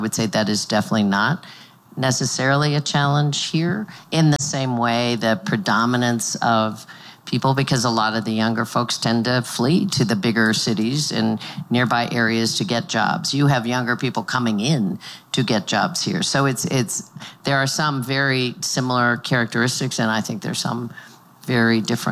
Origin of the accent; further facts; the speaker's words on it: Kansas, United States; my home state is Kansas. We both have significant rural areas in our states.